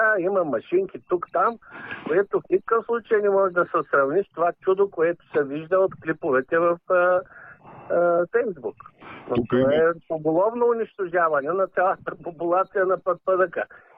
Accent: Ruse, Ruse Province, Bulgaria; Все пак аз съм русенец, съм израсъл на Дунава.

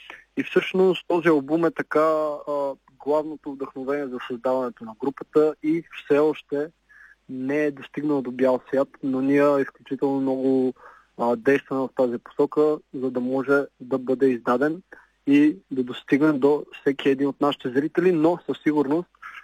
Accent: Sofia, Sofia City, Bulgaria; съм от София.

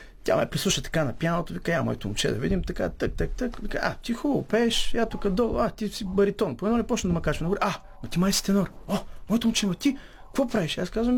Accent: Gabrovo, Gabrovo Province, Bulgaria; moved away as an adult; now in Stara Zagora, Bulgaria; понеже аз съм от Габрова, тя от Търново

